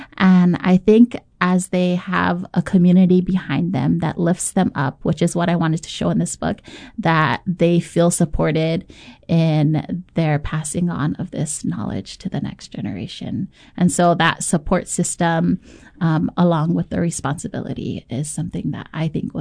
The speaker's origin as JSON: {"language": "English", "area": "Oahu", "region": "Hawaii", "country": "United States", "tie": "born or raised there", "said": "I grew up here on Oahu"}